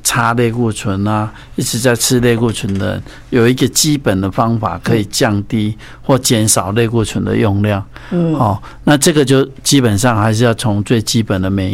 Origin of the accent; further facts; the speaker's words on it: Taiwan; 它根本不会定植在我们台湾人的肠道。